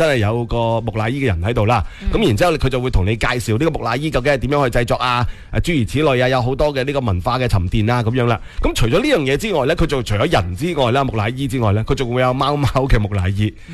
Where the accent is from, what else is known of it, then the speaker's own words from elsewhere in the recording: Foshan, Guangdong, China; 我哋佛山人去南越王墓博物馆咧